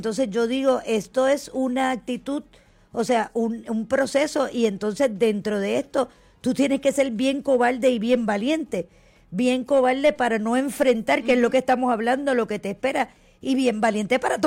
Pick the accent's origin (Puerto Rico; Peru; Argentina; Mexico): Puerto Rico; also born or lived in Luquillo; now in Fajardo, Puerto Rico; mi familia es de Luquillo. Vivo en Fajardo, soy de los dos pueblos, los amo los dos.